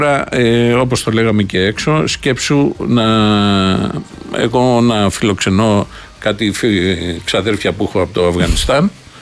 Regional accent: Greece; νοικιάζει ένα διαμέρισμα από εμένα που είμαι Έλληνας

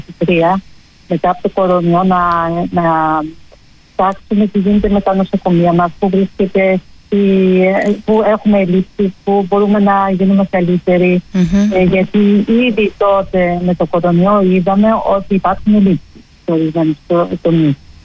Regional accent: Germany; also born or lived in Greece; Μεγάλωσα στη Γερμανία. Ήμουνα 2,5 χρόνια μόνο στην Ελλάδα

